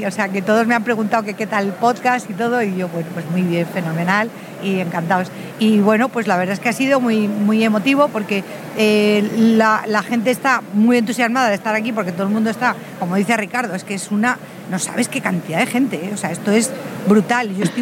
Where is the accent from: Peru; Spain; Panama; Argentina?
Spain; Castile and León; He ido al stand de Castilla y León, que también muy grande, hombre, en mi tierra, como no, y me he ido por supuesto al stand de Ávila